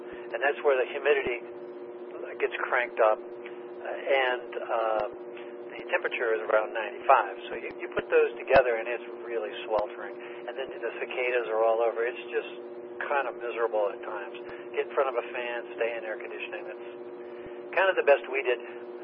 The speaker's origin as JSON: {"language": "English", "town": "Indianapolis", "region": "Indiana", "country": "United States", "tie": "born or raised there", "moved": "yes", "said": "I was born in Indianapolis and raised there"}